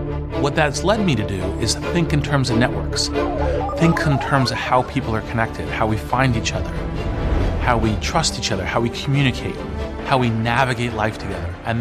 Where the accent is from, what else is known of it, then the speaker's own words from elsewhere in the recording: Stanford, California, United States; born there; I was born August 5th, 1967. I was born in the Stanford Hospital when my father was a law student at Stanford.